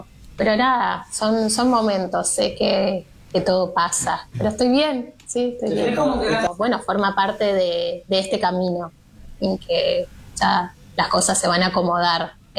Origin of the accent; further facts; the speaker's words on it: Corrientes, Argentina; no sé si es porque vos te vas y ahí recién valorás lo que tenés o de dónde venís, pero me encanta y siento que hoy Corrientes está más linda que nunca y que hay muchas oportunidades y bueno, es como también devolverle a mi provincia todo lo que me dio